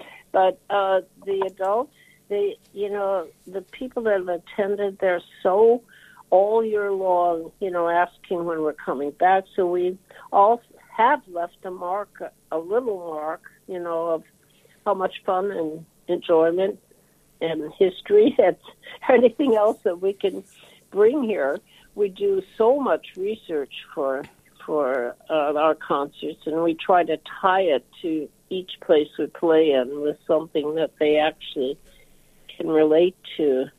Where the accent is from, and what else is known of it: Minot, North Dakota, United States; born or raised there